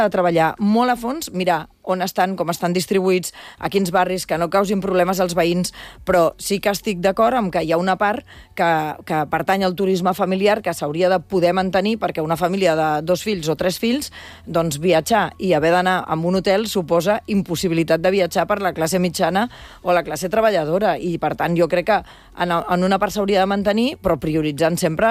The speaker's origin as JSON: {"language": "Catalan", "town": "Barcelona", "region": "Catalonia", "country": "Spain"}